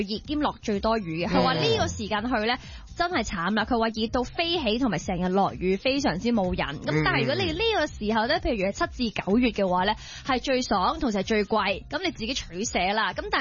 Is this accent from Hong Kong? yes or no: yes; Hong Kong; 我哋香港人當然就唔會咁做啦